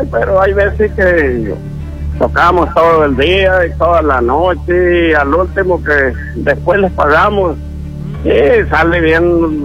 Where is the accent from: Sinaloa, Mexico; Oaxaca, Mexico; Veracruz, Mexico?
Sinaloa, Mexico; Sanalona; yo soy de San Alona.